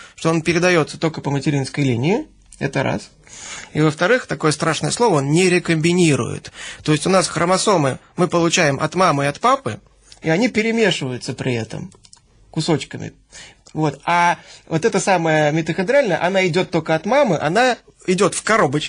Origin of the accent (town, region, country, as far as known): Saint Petersburg, Russia